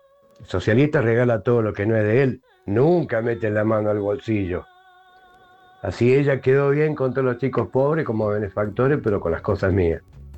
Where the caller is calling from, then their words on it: Córdoba, Argentina; de La Docta, de Córdoba.